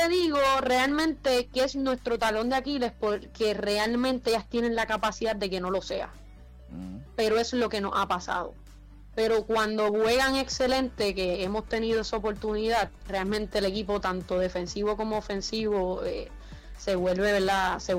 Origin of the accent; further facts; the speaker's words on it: Puerto Rico; nosotros de Puerto Rico